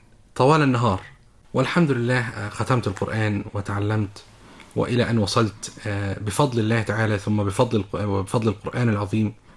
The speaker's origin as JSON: {"language": "Arabic", "town": "Faqous", "region": "Sharqia Governorate", "country": "Egypt", "said": "من مركز فاؤوس محافظة الشرقية."}